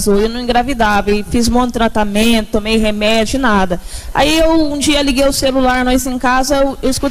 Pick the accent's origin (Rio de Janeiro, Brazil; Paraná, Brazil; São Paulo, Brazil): São Paulo, Brazil; now in Piracema, Brazil; Então, eu vim do estado de São Paulo e 2 anos morando na Piracema.